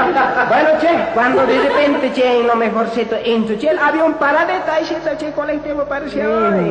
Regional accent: Bolivia

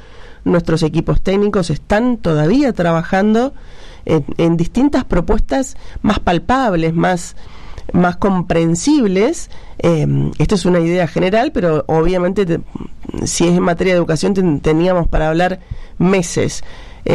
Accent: Neuquén, Argentina; Yo soy neuquina, nacida.

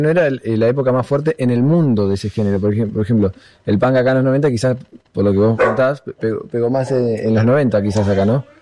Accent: La Plata, Buenos Aires Province, Argentina; fue uno de … La Plata, yo soy de La Plata

